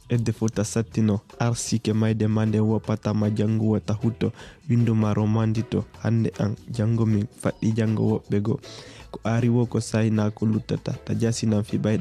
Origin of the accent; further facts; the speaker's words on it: Guinea; now in Paris, France; Je viens de la République de Guinée. Ce qui m'a surpris quand je suis arrivé à Paris à la gare de Bercy